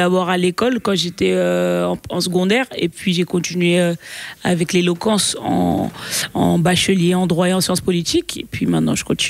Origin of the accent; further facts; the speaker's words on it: Belgium; Moi, je suis née, j'ai grandi en Belgique et je suis d'origine camerounaise